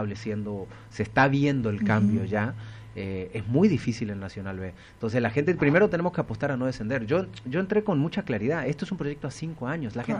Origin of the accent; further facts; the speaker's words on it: Argentina; moved away as an adult; now in Mexico; soy argentino, tengo 20 años en México